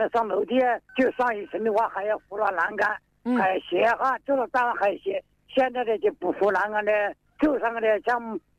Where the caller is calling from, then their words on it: Zhongxiang, Hubei, China; 我中江石牌子